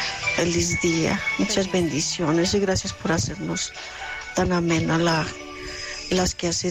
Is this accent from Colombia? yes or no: yes; Sonsón, Antioquia, Colombia; Yo también soy de campo, soy de Sonsón.